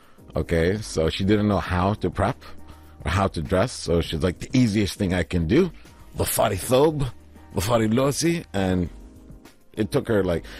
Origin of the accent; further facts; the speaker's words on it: Oman; Well, I'm Omani on both sides.